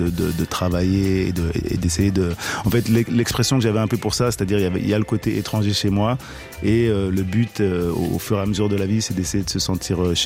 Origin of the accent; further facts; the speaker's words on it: Switzerland; ça me faisait aussi réaliser dans quelle mesure je venais de Suisse aussi